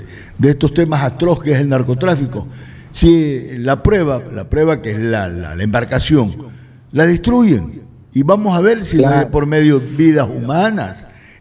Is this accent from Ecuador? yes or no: yes; Ecuador; Y nosotros, como ecuatorianos, debemos creerle a los ecuatorianos.